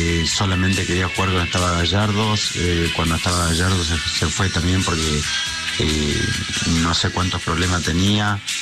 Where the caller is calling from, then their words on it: Ushuaia, Tierra del Fuego, Argentina; soy de Ushuaia.